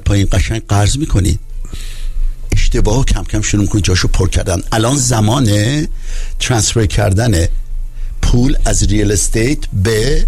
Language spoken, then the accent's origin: Persian; Tabriz, East Azerbaijan, Iran; born there; من متولد تبریزم